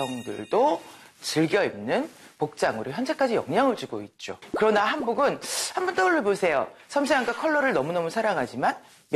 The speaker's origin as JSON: {"language": "Korean", "country": "South Korea", "said": "우리는 한국 사람이죠."}